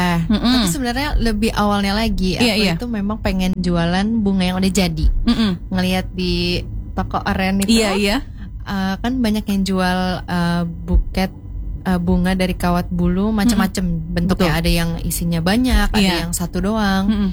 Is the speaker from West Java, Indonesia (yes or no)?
yes; Bekasi, West Java, Indonesia; Bukan. Mana? Aku asli Bekasi.